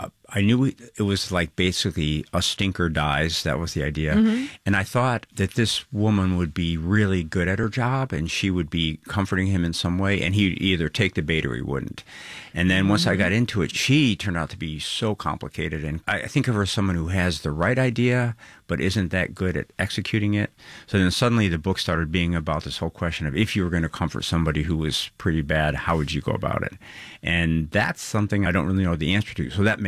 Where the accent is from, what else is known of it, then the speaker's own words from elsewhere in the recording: Chicago, Illinois, United States; I grew up in Chicago